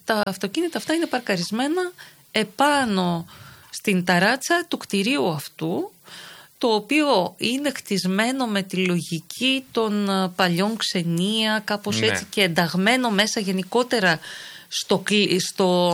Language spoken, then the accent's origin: Greek; Greece; εμείς σαν Έλληνες αυτό αισθανόμαστε, θεωρώ.